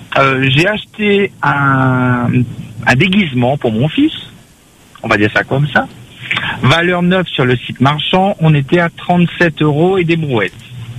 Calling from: France

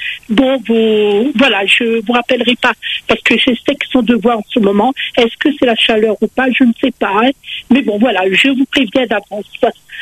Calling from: Auvergne-Rhône-Alpes, France; Moi, ça fait 37 ans que je vis en Ardèche.

